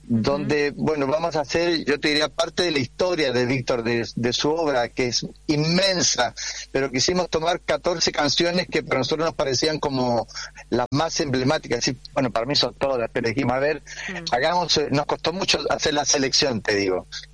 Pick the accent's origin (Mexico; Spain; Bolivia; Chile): Chile; born there; moved away; yo cuando estuve en Chile, yo soy chileno, nací allá, por supuesto, en el golpe de Estado, yo estaba en Santiago